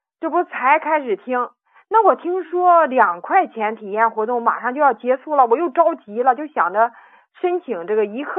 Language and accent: Chinese; Qihe, Shandong, China; 我是来自德州齐河县的，我今年66了。